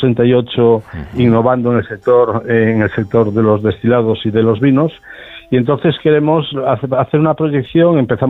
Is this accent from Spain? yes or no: yes; Galicia, Spain; Galicia, voy a vender un poquito Galicia como gallego. En Galicia tenemos las cuatro patas principales para hacer buenos whiskies.